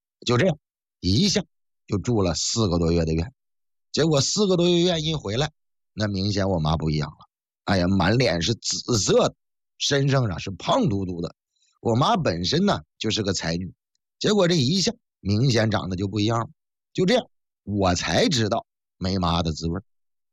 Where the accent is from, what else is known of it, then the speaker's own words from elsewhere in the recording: Heilongjiang, China; 我们老家呢是属于哈尔滨下面的一个小镇，离着哈尔滨呢还挺远，过了我们这儿就等于出了哈尔滨的辖区了。